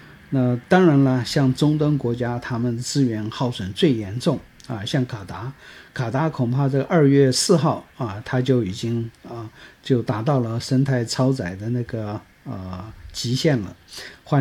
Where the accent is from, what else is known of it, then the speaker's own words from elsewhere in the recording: Taiwan; 如果所有地球上面的人都跟我们台湾人一样这样子的去生活的话